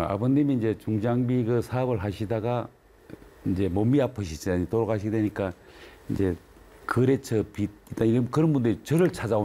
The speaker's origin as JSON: {"language": "Korean", "town": "Sangju", "region": "North Gyeongsang", "country": "South Korea", "tie": "born or raised there", "said": "제가 그 고향이 상주인데요. 예. … 그래서 처음에 서울에서 고등학교를 졸업하고"}